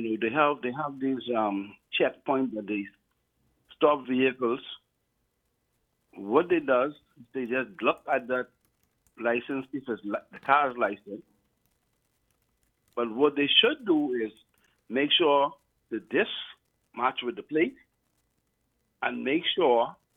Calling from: Grand Bahama, Bahamas; Well, I'm calling from Grand Bahama. I know what's happening in Grand Bahama.

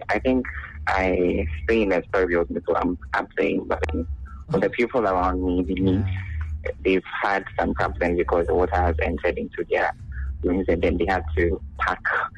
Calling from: Labadi, Greater Accra, Ghana; I'm calling from Labadi.

